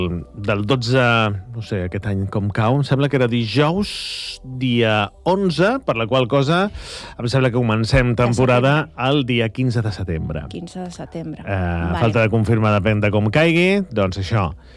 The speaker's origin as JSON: {"language": "Catalan", "town": "Calafell", "region": "Catalonia", "country": "Spain", "tie": "born or raised there", "said": "Jo amb tot el carinyo del món diré que m'agrada molt l'estiu al meu poble, a Calafell, però és l'època en què m'agrada..."}